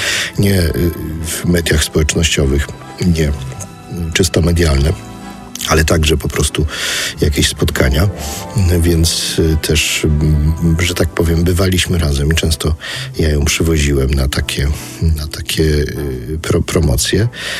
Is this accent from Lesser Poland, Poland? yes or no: yes; Kraków, Lesser Poland, Poland; No więc ja przypomnę, że jestem z Krakowa